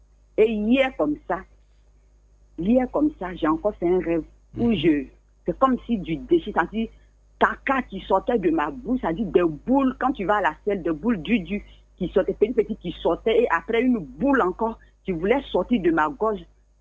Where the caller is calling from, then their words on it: Abidjan, Côte d’Ivoire; J'appelle de Abidjan, Cocody, Rivera.